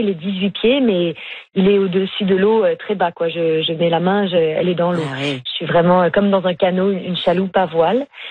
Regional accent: Quebec, Canada; J'ai grandi au Québec

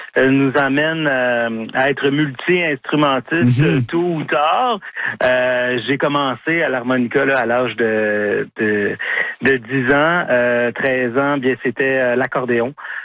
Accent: Saint-Justin, Quebec, Canada; Je suis natif de la Mauricie, donc de Saint-Justin plus précisément.

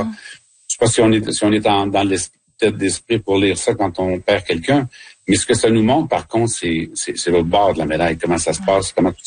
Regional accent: Quebec, Canada

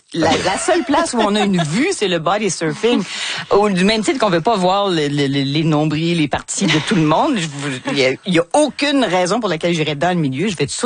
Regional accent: Quebec, Canada; Je viens des cantons de l'Est, hein, je pense, oui, que ça paraît.

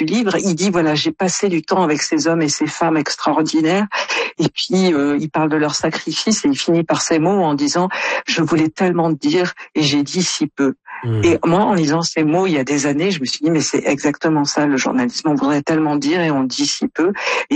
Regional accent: France; quand on est Canadien ou comme moi français

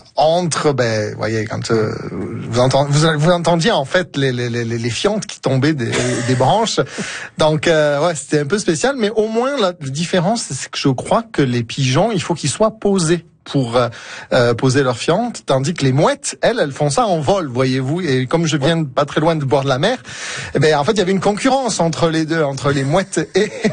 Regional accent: France; Je suis français comme vous. J'ai passé beaucoup de temps à Aix-en-Provence, là où j'ai fait mes études

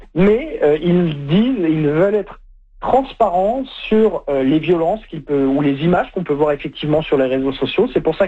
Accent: France; chez nous, en France

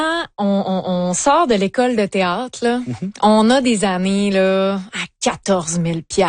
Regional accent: Lévis, Quebec, Canada; Parce que moi, moi, je viens de Lévis.

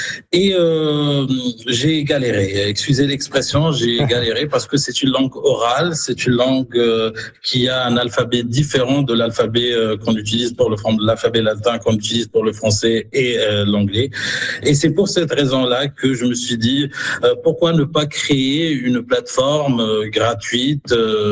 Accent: Casablanca, Casablanca-Settat, Morocco; first language Arabic and French; moved away as an adult; now in Regina, Canada; puisque je viens de Casablanca et tout, du Maroc et tout, je suis bilingue depuis le début, j'ai envie de dire, entre l'arabe et le français. C'est vrai qu'en me déplaçant à Regina en 2012, j'ai dû aussi apprendre l'anglais.

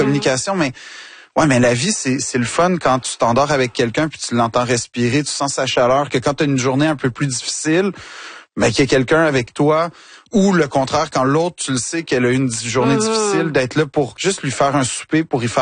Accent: Quebec, Canada

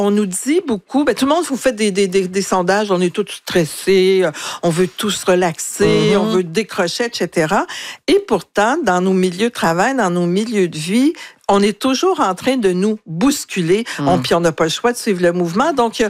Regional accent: Quebec, Canada

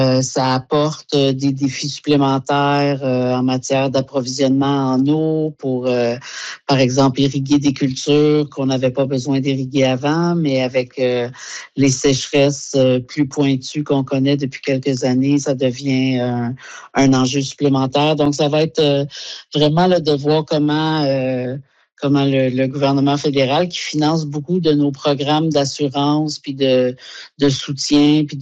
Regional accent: Quebec, Canada; Moi, je viens du Québec.

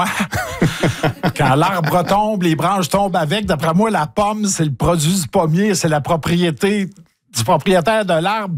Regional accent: Nicolet, Quebec, Canada; moi, je viens de Nicolette.

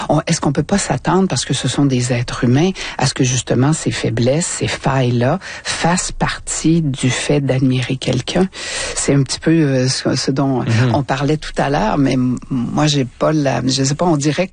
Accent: Quebec, Canada; Et on est deux de Québec.

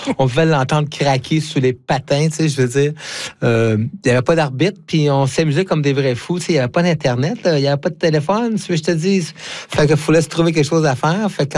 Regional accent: D'Alembert, Quebec, Canada; also born or lived in Rouyn-Noranda; moi je suis né à Rouyn-Noranda, dans le nord du Québec, sur le territoire de la Baie James, si tu veux, et plus précisément élevé dans un petit village minier de D'Alembert

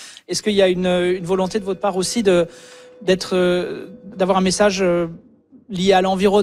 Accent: Saguenay, Quebec, Canada; born there; Dubuc, dans ma ville natale.

